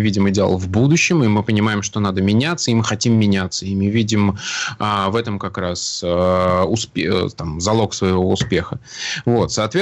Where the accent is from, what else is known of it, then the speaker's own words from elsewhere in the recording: Samara, Samara Oblast, Russia; now in Moscow, Russia; Я родом из Самары, но уже достаточно давно проживу в Москве